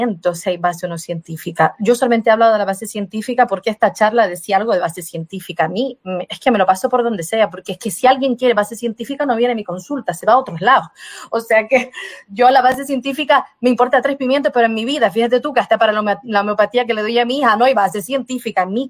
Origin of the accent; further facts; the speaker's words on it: Brazil; Spanish is a second language; Yo soy indígena, yo soy brasileña de natural brasileña, yo soy indígena